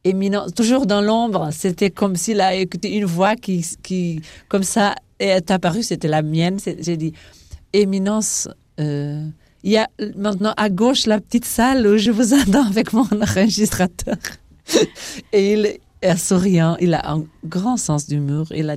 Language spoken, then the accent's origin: French; Portugal; French is a second language; now in Vatican City